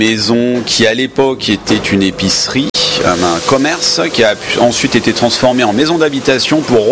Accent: Enghien-les-Bains, Île-de-France, France; moved away; Maintenant, nous sommes ici depuis 7 ans, dans cette belle ville enghiénoise que je connais depuis ma plus tendre enfance, puisque je suis né à Enghien-les-Bains.

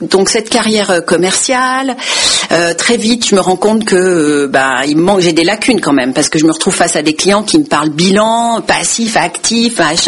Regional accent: Grand Est, France; born there; moved away as an adult; je suis née en Lorraine, dans une famille très modeste, il y a 63 ans. Je suis née en 1963 et mes grands-parents étaient immigrés italiens. … Je parle pas très bien italien parce qu'on ne me l'a jamais appris.

